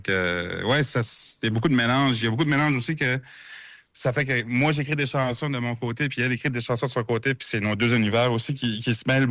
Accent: Bathurst, New Brunswick, Canada; on vient de Bathurst

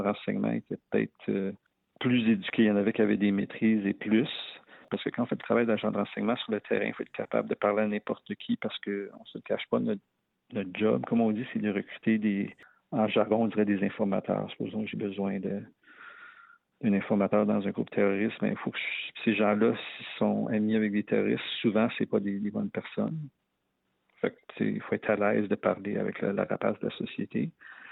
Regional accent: Montreal, Quebec, Canada; je suis le plus jeune de trois enfants, puis on a grandi à Ville-Saint-Laurent, un petit peu dans le nord-ouest de Montréal, puis où j'ai resté, c'était bilingue. Il y avait autant de francophones que d'anglophones.

